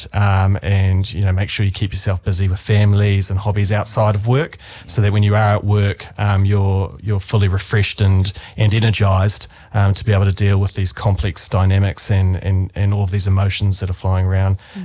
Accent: Christchurch, Canterbury, New Zealand; moved away as an adult; also born or lived in Dunedin; So I grew up in Christchurch originally. And then after high school, I ventured even further south to Dunedin, to Otago University to study law there.

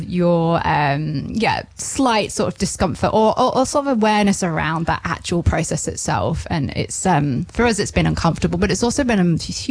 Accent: United Kingdom; now in Taranaki, New Zealand; I'm from the UK.

